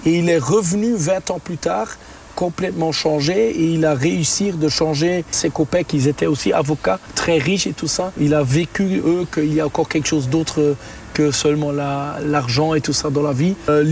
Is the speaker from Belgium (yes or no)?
yes; Wallonia, Belgium; first language de; French is a second language; je suis belge, j'habite à Eupen, ça veut dire que je parle allemand, ça c'est ma langue maternelle, mais je suis 100% belge.